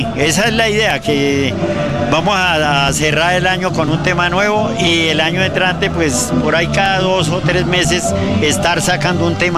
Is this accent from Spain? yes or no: no; La Vega, Cundinamarca, Colombia; now in Bogotá, Colombia; Yo soy de La Vega, Cundinamarca. El barrio caliente de Bogotá.